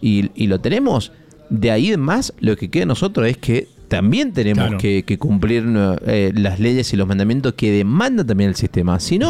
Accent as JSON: {"language": "Spanish", "country": "Argentina", "said": "eso nos identifica también como argentinos"}